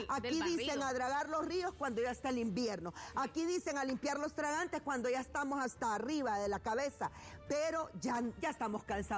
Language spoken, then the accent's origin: Spanish; San Pedro Sula, Cortés, Honduras; moved away; yo soy de San Pedro